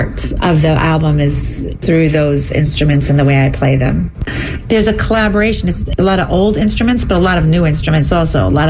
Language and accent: English; Brooklyn, New York, United States; I come from a very fundamentalist culture. I come from Borough Park, Brooklyn, and I grew up ultra-Orthodox